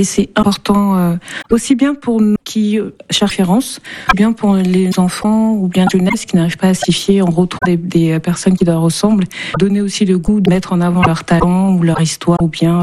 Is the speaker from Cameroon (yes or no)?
yes; Cameroon; moi je suis une Camerounaise et mon mari, par exemple, est une haïtienne